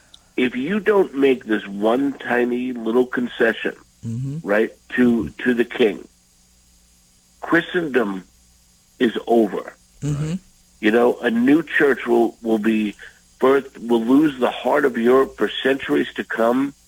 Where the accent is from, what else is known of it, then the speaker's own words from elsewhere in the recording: United States; as an American